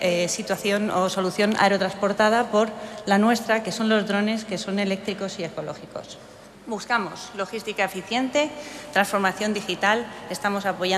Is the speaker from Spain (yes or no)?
yes; Catalonia, Spain; somos de la Valdarán, somos de un pueblecito de 20 habitantes